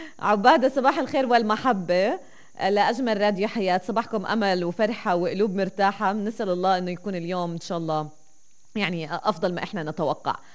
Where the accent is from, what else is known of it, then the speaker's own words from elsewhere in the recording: Palestine; احنا من فلسطين